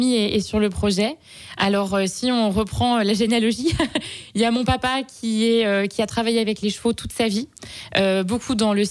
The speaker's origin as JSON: {"language": "French", "region": "Hauts-de-France", "country": "France", "moved": "yes", "lives_now": "Mayenne, France", "said": "On vient du sud de l'Oise à la base, justement à côté de la Mer de Sable, du parc d'attractions."}